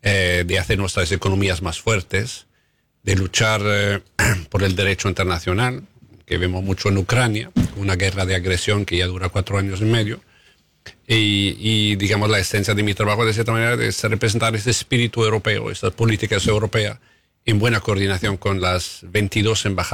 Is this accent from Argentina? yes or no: no; Rome, Lazio, Italy; born there; first language Italian; Spanish is a second language; moved away; Yo mismo soy de familia danesa y sueca, casado con una española, nacido en Roma... Italiano fue mi primer idioma.